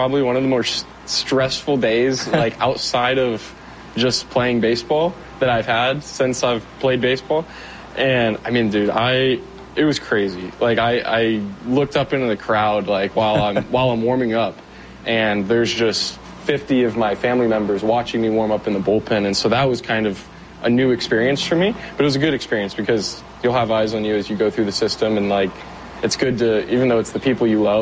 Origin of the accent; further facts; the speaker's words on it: Tampa, Florida, United States; I'm from Tampa, so spring training being in Tampa is really nice. And I get to be close to my family while I'm going through spring and everything, but it's been great.